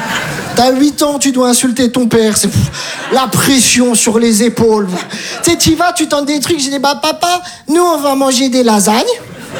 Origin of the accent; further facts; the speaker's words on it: Metz, Grand Est, France; Je viens de Metz, j'ai tout abandonné.